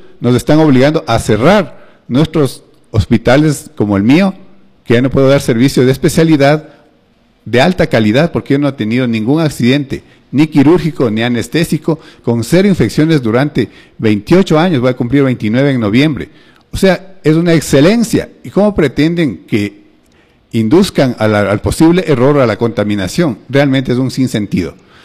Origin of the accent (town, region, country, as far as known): Ecuador